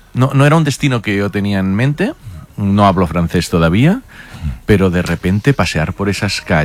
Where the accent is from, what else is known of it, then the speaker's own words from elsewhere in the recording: Catalonia, Spain; Bueno, pues no es una lengua tan diferente y siendo catalán pues facilita un poco